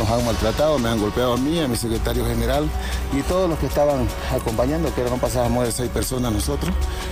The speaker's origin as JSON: {"language": "Spanish", "region": "Pando", "country": "Bolivia", "moved": "yes", "said": "Yo no soy de acá, soy ejecutivo nacional, pero soy de Pando. No tengo familia acá"}